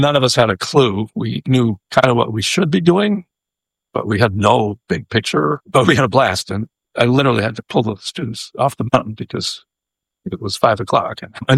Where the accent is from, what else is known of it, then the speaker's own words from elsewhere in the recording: Massachusetts, United States; She was actually from my hometown in Massachusetts.